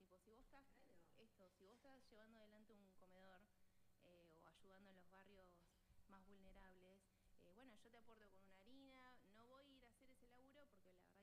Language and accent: Spanish; Punta Alta, Buenos Aires Province, Argentina; now in Alto Valle, Argentina; soy de Punta Alta